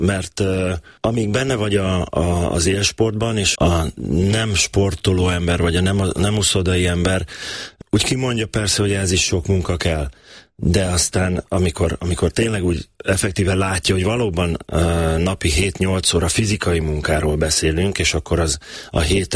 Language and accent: Hungarian; Szeged, Csongrád-Csanád, Hungary; Igen, én Tőzsgyökeres szegedi vagyok, még most is szegedi, vagy mindig is szegedinek fogom magam vallani. Ott van az alma máterem, ott jártam ki az iskoláimat, gimnáziumig.